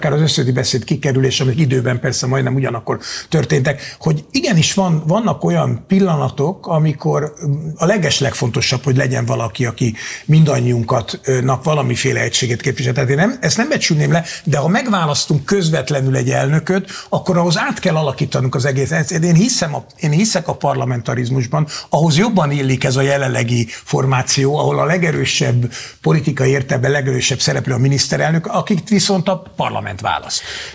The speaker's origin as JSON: {"language": "Hungarian", "country": "Hungary", "said": "én, mint magyar választópolgár, mint magyar ember"}